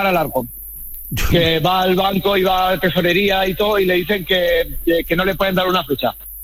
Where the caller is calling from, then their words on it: Castellón de la Plana, Valencian Community, Spain; Yo soy de Castellón.